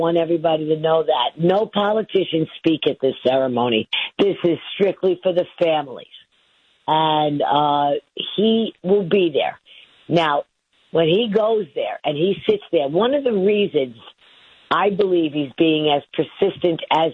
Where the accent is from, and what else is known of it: Queens, New York, United States; born or raised there